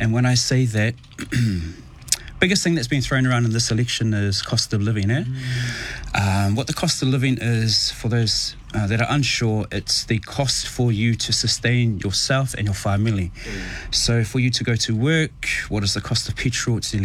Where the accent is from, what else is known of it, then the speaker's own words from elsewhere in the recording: New Zealand; born there; also born or lived in Tonga; Because I've grown up so much on my father's side, which is Honunga, ki te tahi ki tōku, like te ao Māori